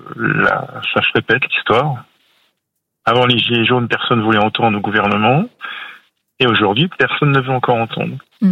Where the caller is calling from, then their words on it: Lannion, Brittany, France; J'habite en Bretagne, à Lannion.